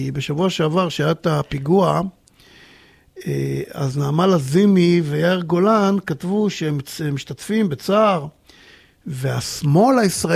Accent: Tel Aviv, Tel Aviv District, Israel; אני גדלתי בדרום תל אביב

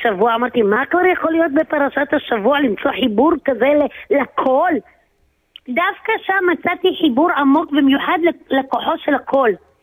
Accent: Tzelafon, Jerusalem District, Israel; moved away; צלפון זה המושב שבו גדלתי

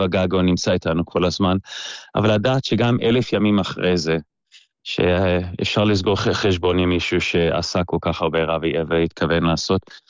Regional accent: South Africa; now in Israel; אנחנו עלינו מדרום אפריקה, ויש איזשהו מיזם של לדאוג לחיילים בודדים

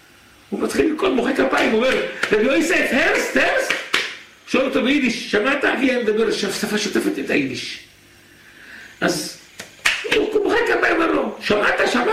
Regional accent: Jerusalem, Jerusalem District, Israel; born there

